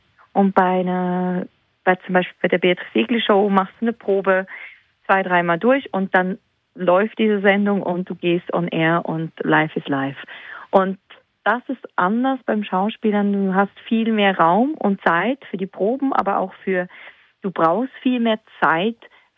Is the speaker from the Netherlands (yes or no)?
no; Switzerland; ich bin in der Schweiz geboren, in der Schweiz aufgewachsen.